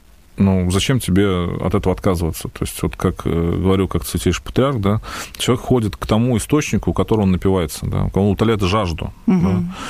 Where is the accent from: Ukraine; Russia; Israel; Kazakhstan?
Russia; Nizhny Novgorod, Nizhny Novgorod Oblast; ну, условно, в городе Нижний Новгород, откуда я родом